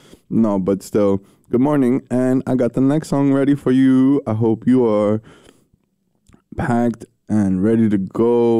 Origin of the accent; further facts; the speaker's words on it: New York, United States; I'm from New York and in New York